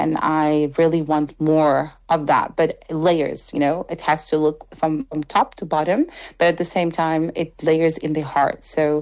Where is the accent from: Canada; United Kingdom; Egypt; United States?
Egypt; first language Arabic; English is a second language; moved away; I grew up in Egypt, so my first language is Arabic.